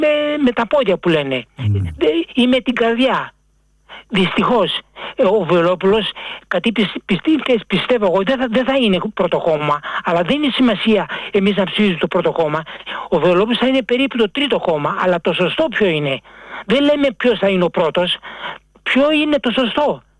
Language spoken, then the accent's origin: Greek; Glyfada, Attica, Greece; από τη Γλυφάδα.